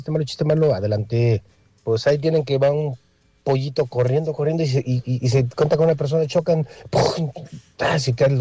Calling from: Querétaro, Mexico; de Pirámides

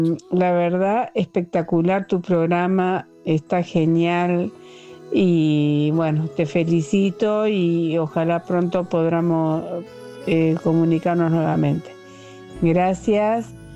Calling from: Concepción del Uruguay, Entre Ríos, Argentina; Soy de Concepción del Uruguay, Entre Ríos.

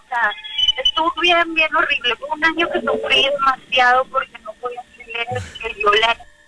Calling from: Monterrey, Nuevo León, Mexico; Yo soy de Monterrey, Nuevo León.

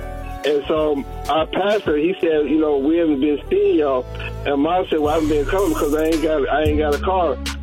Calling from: Columbus, Ohio, United States; calling from Columbus, Ohio.

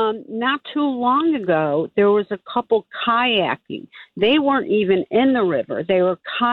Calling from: Redding, Connecticut, United States; I live in Reading, part of Wilton, and we have a stream.

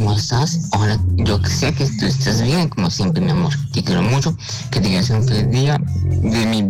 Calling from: Colombia; de esta nos levantamos fuertes como colombianos.

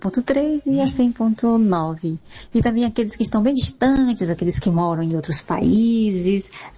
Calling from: São Luís, Maranhão, Brazil; família, em São Luís, Maranhão.

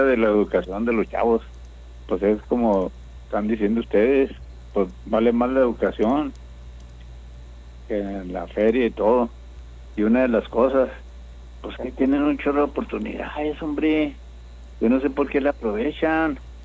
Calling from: Chihuahua, Mexico

